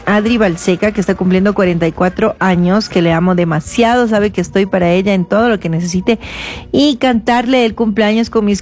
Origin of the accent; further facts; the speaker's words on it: Machachi, Pichincha, Ecuador; Yo soy norte, norte de Machachi.